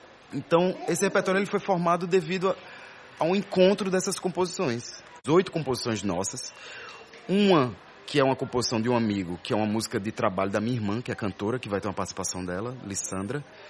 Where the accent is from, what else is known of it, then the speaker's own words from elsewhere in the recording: Campina Grande, Paraíba, Brazil; now in Recife, Brazil; eu não sou daqui, né, de Recife, eu sou de Campina Grande.